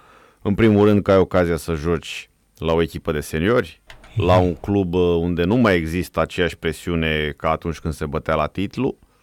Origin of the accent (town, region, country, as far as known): Romania